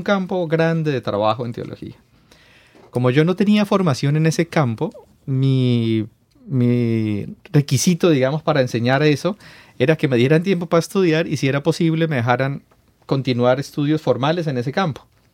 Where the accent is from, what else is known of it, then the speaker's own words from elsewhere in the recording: Zuluaga, Huila, Colombia; Yo, como decías ahora, vengo del sur de Colombia, en la región se llama el Huila, y el pueblo se llama Zuluaga, que pertenece al municipio de Garzón